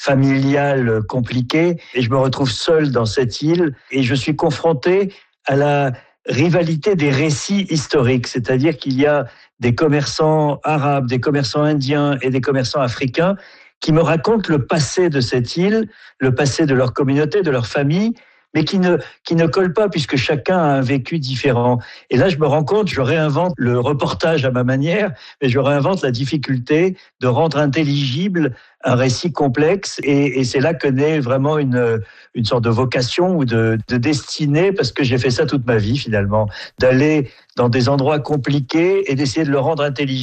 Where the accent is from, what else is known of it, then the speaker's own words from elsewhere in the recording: France; moved away as an adult; moi, j'étais un jeune Français, j'avais 23 ans quand je suis arrivé en Afrique du Sud